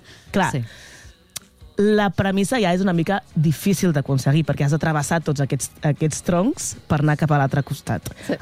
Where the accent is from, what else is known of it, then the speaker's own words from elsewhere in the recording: Hostalets de Balenyà, Catalonia, Spain; El meu poble, Hostalets de Balenyà, va participar-hi. Va participar-hi l'any 2001, jo tenia 10 anys.